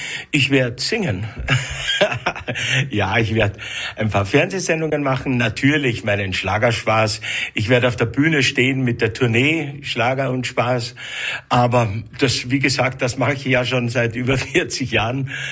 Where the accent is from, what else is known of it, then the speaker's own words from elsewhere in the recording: Vienna, Austria; habe die Lieder ausgesucht, die mich eben in Wien in meiner Jugend beim Erwachsenwerden begleitet haben.